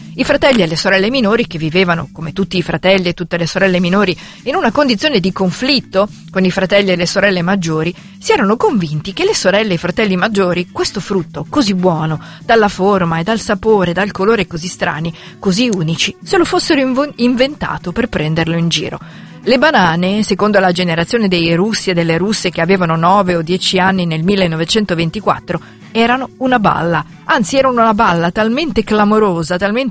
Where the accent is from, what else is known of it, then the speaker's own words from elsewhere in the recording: Parma, Emilia-Romagna, Italy; accent: Parmigiano dialect; first language Italian; in dialetto parmigiano non si usano